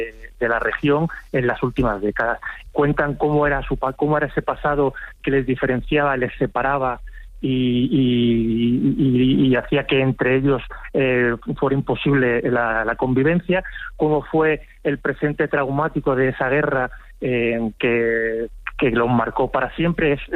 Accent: Spain

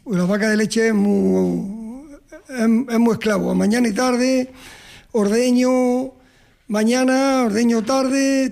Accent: Villanueva del Duque, Andalusia, Spain; Buenos días, Manolo. … de Villanueva del Duque. Ganadero, agricultor, olivo, huerto.

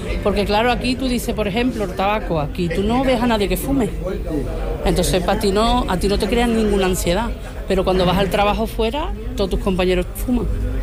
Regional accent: Cádiz, Andalusia, Spain; now in Carmona, Spain; Entonces yo dije, pues me voy, porque yo soy de Cádiz, yo no soy de aquí. Entonces yo le dije a mi marido, mira, nos vamos para Carmona.

